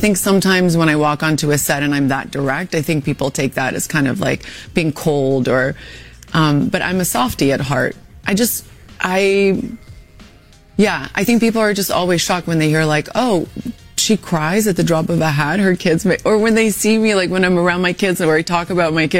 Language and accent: English; South Africa; I am a South African